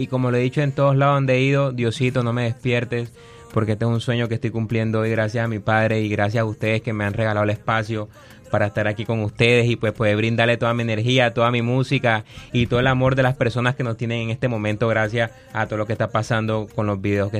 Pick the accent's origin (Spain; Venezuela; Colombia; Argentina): Colombia; Barranquilla, Caribbean Region; somos costeños